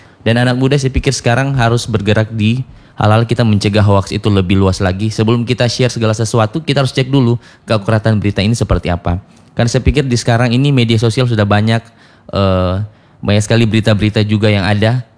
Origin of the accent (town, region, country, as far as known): Sangihe, North Sulawesi, Indonesia